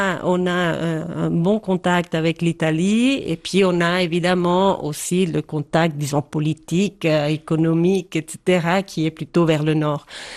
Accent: Poschiavo, Graubünden, Switzerland; also born or lived in Geneva; Quand j'étais à Genève et puis on me demandait, et je disais, je suis du Val Poschiavo

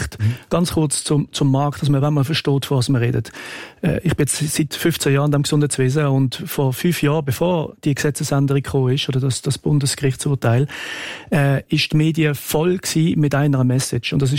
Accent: Switzerland; Wenn wir das als Schweizer Bevölkerung, dass wir verpflichtet werden, zu pflegen

